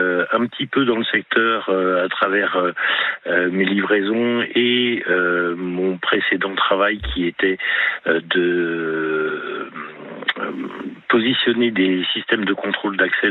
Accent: Palaiseau, Île-de-France, France; born there; now in Moselle, France; Pas du tout. Moi, je suis d'origine en région parisienne.

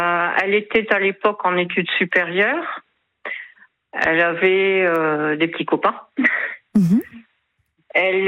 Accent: Hauts-de-France, France; Nous sommes originaires des Hauts-de-France.

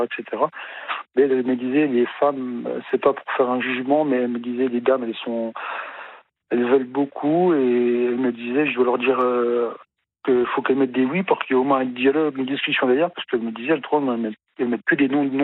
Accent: Grand Est, France; Non, mais comme je suis lorrain, vosgien d'origine

